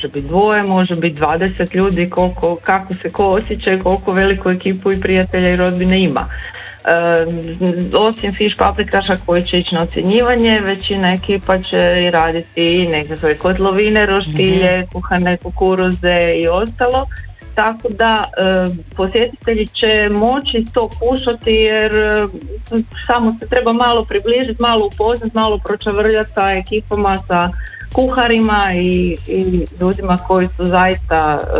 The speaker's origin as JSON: {"language": "Croatian", "town": "Petrinja", "region": "Sisak-Moslavina County", "country": "Croatia", "said": "kod nas u Petrinji obično i biva"}